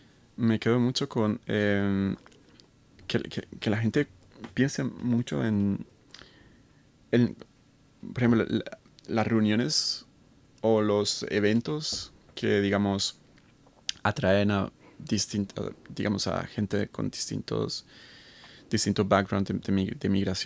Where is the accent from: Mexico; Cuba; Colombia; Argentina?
Colombia; now in Tübingen, Germany; Eso, por ejemplo, en Tübingen me gustan los eventos musicales y siempre encuentras, yo pues, soy colombiano, pero siempre encuentras, bueno, a la comunidad chilena, o la comunidad ecuatoriana o la mexicana.